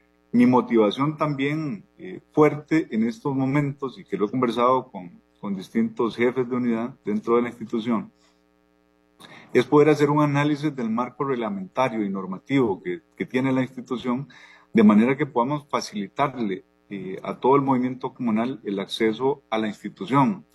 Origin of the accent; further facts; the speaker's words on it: Caimital, Guanacaste, Costa Rica; moved away as an adult; Es un pueblo que queda a 10 kilómetros de Nicoya, camino a Sámara. Entonces, para los que conocen esa zona, es cuando usted se llega a un cruce donde hay que agarrar a la derecha o a la izquierda. Ese es mi pueblo. Y allí vivo desde hace ya 15 años que regresé.